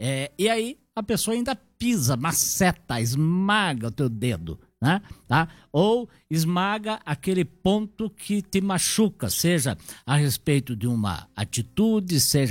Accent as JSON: {"language": "Portuguese", "country": "Brazil", "said": "para nós, brasileiros"}